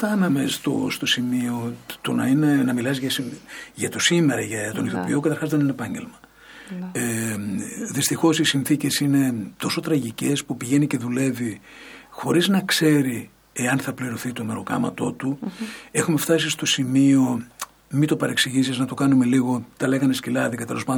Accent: Greece; εμείς σαν Έλληνες

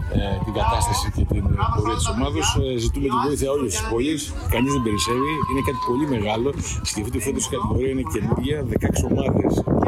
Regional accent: Komotini, Eastern Macedonia and Thrace, Greece; αυτή η πόλη μου, εδώ μεγάλωσε, εδώ γεννήθηκε, εδώ έπαιξα μπάλα

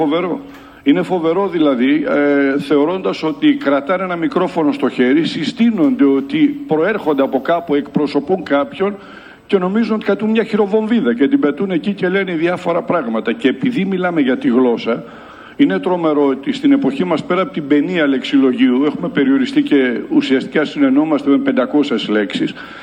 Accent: Northern Greece, Greece; born there; εμείς εδώ που γεννηθήκαμε, ζούμε, λειτουργούμε στη Βόρειο Ελλάδα, μιλώ ως Βόρειο Ελλαδίτης

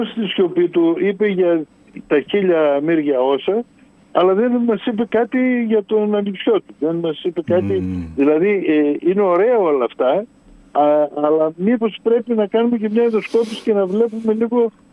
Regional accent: Serres, Central Macedonia, Greece; Γιατί αν φανταστείς ότι κατάγομαι από τις Σέρες και πρέπει να απολογούμε γιατί είμαι από τις Σέρες.

